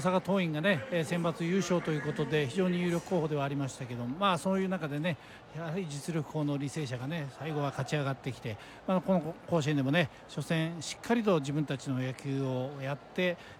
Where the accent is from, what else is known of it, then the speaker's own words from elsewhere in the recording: Ibaraki, Japan; 私も茨城の出身ですので、地元の霞ヶ浦も勝ってますので